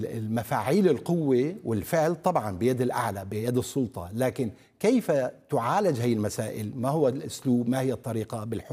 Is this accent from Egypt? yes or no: no; Syria; نحن كسوريين